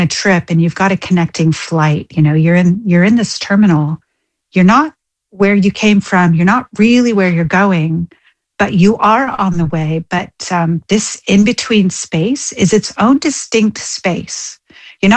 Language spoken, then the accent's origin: English; Australia; And don't worry, I am Australian. I'm a dual citizen.